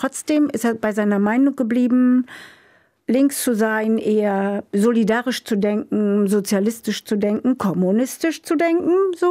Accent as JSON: {"language": "German", "region": "East Germany", "country": "Germany", "tie": "born or raised there", "moved": "yes", "lives_now": "Bremen, Germany", "said": "Ich bin ja ein Ossi-Kind"}